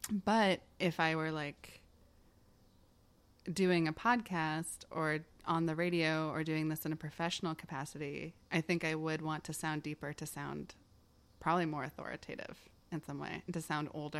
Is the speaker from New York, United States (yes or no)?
no; Chicago, Illinois, United States; I'm from Chicago, Illinois. I don't have what people would describe as a Chicago accent or a Midwestern accent.